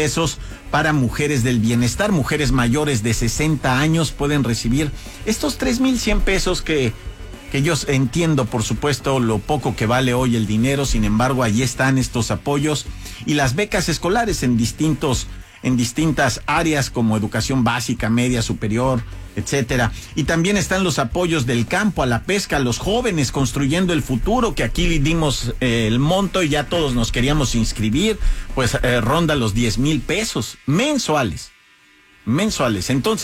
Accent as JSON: {"language": "Spanish", "country": "Mexico"}